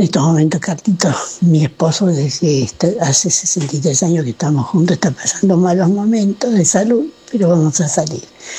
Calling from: San Isidro, Buenos Aires Province, Argentina; de San Isidro.

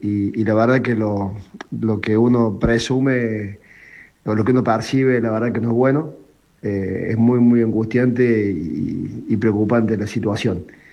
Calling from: Córdoba, Argentina; de Córdoba.

